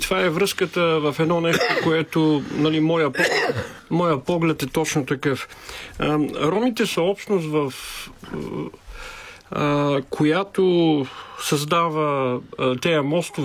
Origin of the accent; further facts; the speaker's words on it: Sofia, Sofia City, Bulgaria; аз съм от София, съм от квартал факултета, а те са от Надежда, аз познавам Надежда, те не познават факултета.